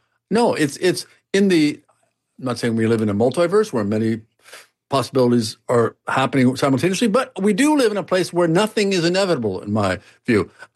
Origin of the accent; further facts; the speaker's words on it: Nebraska, United States; metro areas like Nashville and Memphis and Omaha, Lincoln in my home state and so forth.